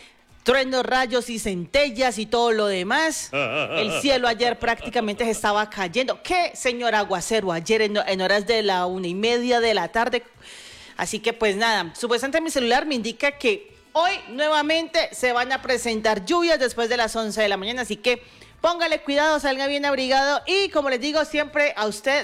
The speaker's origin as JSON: {"language": "Spanish", "town": "Cali", "region": "Valle del Cauca", "country": "Colombia", "moved": "yes", "lives_now": "Pasto, Colombia", "said": "yo soy de Cali"}